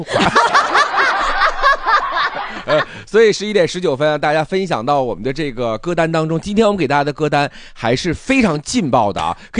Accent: Northeast China, China; 尤其是我们东北人去一趟很不容易

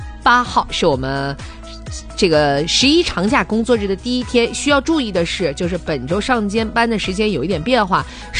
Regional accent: Northeast China, China; 那我们东北老家的

